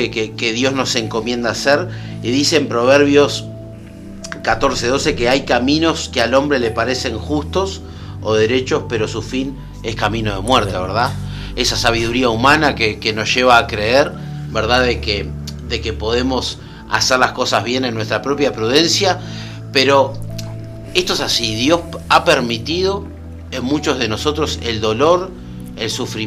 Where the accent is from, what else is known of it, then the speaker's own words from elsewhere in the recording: Montevideo, Uruguay; born there; Yo soy al menos citadino de ciudad. Nací en Montevideo. Trabajo en el interior.